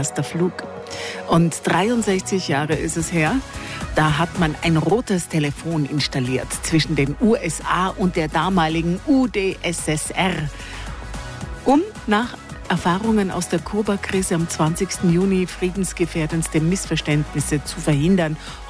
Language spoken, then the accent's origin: German; Austria